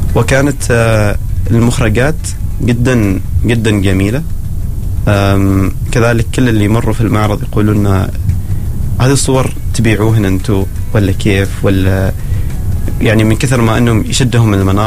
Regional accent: Nakhal, South Al Batinah, Oman; لأنه من مكان أنا بلدتي.

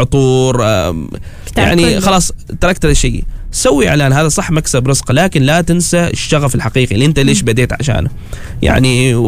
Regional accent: Oman; نحن كعمانيين

